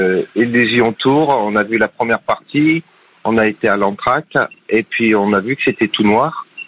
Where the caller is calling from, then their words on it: Chartres, Centre-Val de Loire, France; moi, je suis en face d'un parc, à Chartres